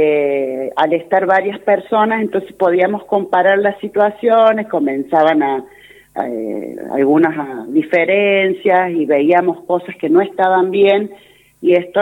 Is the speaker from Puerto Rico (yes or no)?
no; San Juan, Argentina; moved away as an adult; now in Chubut, Argentina